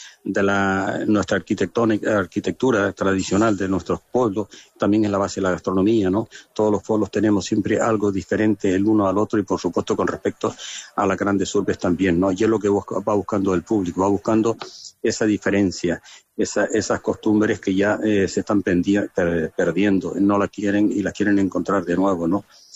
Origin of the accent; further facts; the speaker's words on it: Tejeda, Canary Islands, Spain; Yo, por ejemplo, puedo hablar de mi pueblo, que nosotros pasamos a formar parte de la asociación en el año 2015, ¿no? Tejeda era conocido